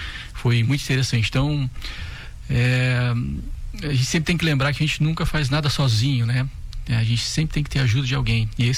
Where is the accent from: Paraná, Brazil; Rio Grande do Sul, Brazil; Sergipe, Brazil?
Paraná, Brazil; Londrina; moved away as an adult; now in Lages, Brazil; Eu não sou daqui, né? Eu sou londrinense, né? Sou do norte do Paraná, sou de Londrina.